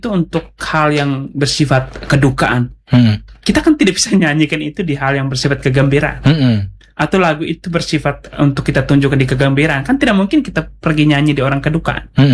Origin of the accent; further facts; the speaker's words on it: East Nusa Tenggara, Indonesia; Kalau misalnya kita orang Dawan kemudian orang Timur itu biasanya apa ya, bahasanya pelan, santun